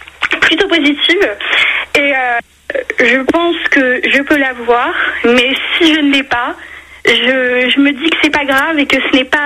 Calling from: northern France, France; Moi, je suis dans le nord

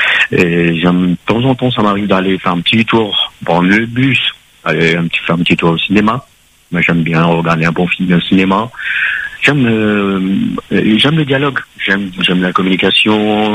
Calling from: Le Tampon, Réunion; j'habite au 17e kilomètre, j'habite au Tampon.

